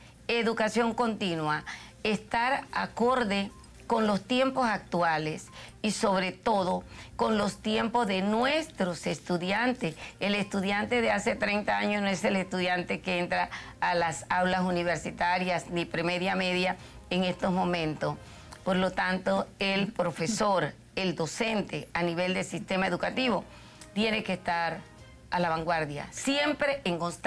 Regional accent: Panama

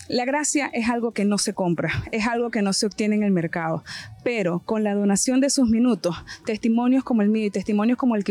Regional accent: Venezuela; moved away as an adult; now in Panama; Soy de Venezuela, ya 9 años residenciada acá en Panamá

